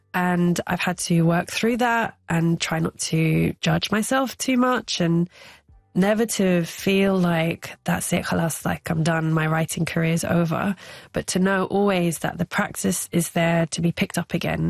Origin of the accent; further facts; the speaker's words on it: India; It's a poem about a ritual that I had as a child, that was part of my identity as an Indian, that I actively kind of, as I grew up, was teased about it, and I actively erased it from my life.